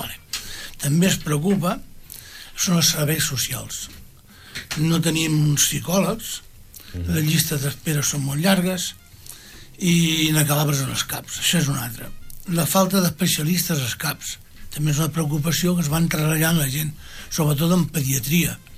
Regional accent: Rubí, Catalonia, Spain; born there; vam néixer aquí a Rubí.

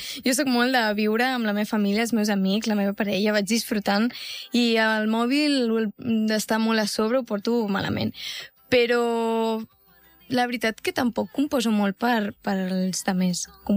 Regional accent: Catalonia, Spain; la sort que tenim la gent del Maresme de viure en un poble.

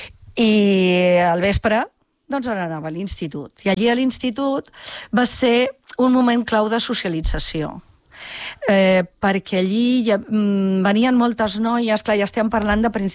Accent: Vilanova de Segrià, Catalonia, Spain; Sí, jo vaig néixer a Vilanova de Segrià, que està molt a propet de Lleida Capital, però dic que sóc de les Terres de Ponent

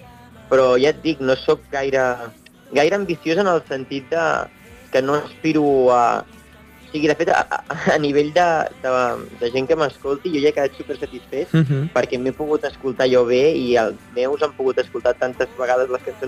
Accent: Sabadell, Catalonia, Spain; jo de molt petitó tocava aquí a Sabadell

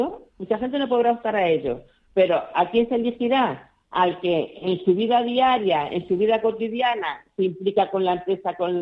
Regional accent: Castile, Spain; yo soy muy castellana

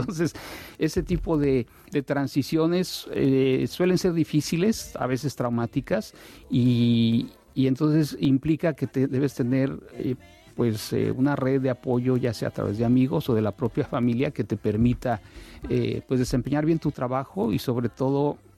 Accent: Mexico; now in Barcelona, Spain; Insisto, mira, como mexicano en Barcelona y en Cataluña, ser mexicano en Barcelona y Cataluña, ese es un plus

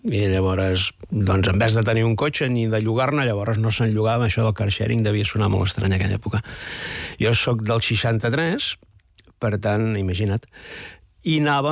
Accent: Sant Joan de les Abadesses, Catalonia, Spain; jo sóc de Can de Bano, ull, perquè he de dir que sóc de Can de Bano, que és important, i la Montserrat, la meva dona, és de Ripoll.

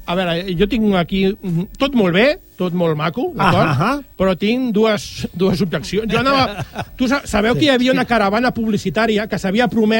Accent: Catalonia, Spain

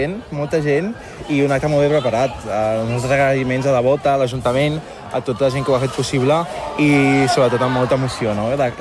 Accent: Segur de Calafell, Catalonia, Spain; jo soc de Segur

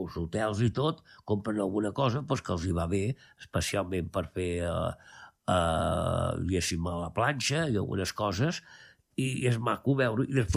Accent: Argentona, Catalonia, Spain; el meu poble fa la fira de l'Argilà

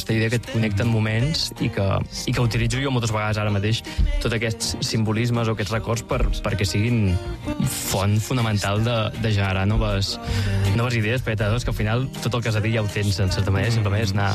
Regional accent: Mataró, Catalonia, Spain; Jo vinc de Mataró.

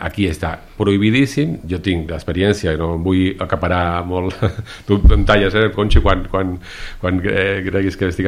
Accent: Catalonia, Spain; now in Caldes, Spain

